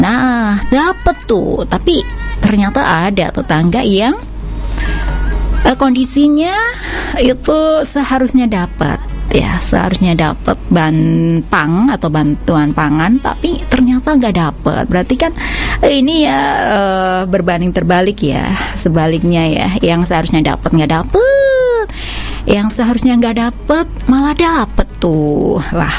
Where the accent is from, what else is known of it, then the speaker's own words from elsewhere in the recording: Indramayu, West Java, Indonesia; Kita harus bangga dong sebagai warga Indramayu ya kan. Sebagai Wong Reang juga harus bangga